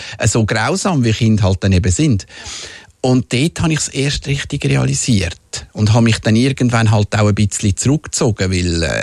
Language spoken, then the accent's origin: German; Zurich, Switzerland; born there; also born or lived in Winterthur; wo wir von Winterthur auf Zürich gezügelt sind und es im Quartier nicht mehr normal war, weil ich bin ja zuerst in Winterthur aufgewachsen, bei den ersten 7 Jahren.